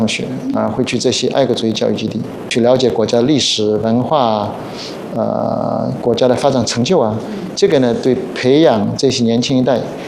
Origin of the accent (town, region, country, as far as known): China